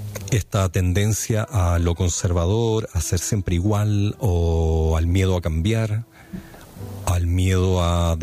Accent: Chile

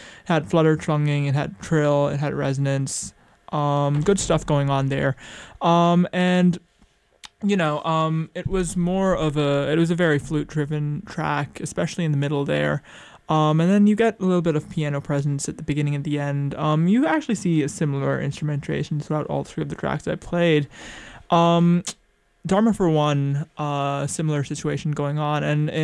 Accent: New York, United States; You know, I'm from New York.

